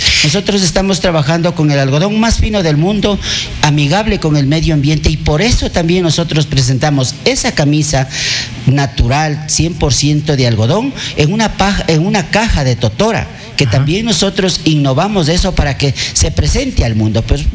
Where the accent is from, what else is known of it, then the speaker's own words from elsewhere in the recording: San Antonio de Pasa, Tungurahua, Ecuador; born there; moved away; also born or lived in Puerto Viejo / Quito; yo al año 2001, por ahí, por esos años más o menos, regresé aquí a Pasa, porque eran muy pocas veces que regresé a mi pueblo cuando ya estaba de militar.